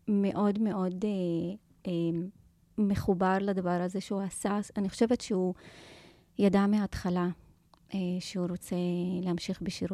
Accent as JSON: {"language": "Hebrew", "town": "Daliyat al-Karmel", "region": "Haifa District", "country": "Israel", "tie": "born or raised there", "said": "אני נולדתי בדליית אל כרמל."}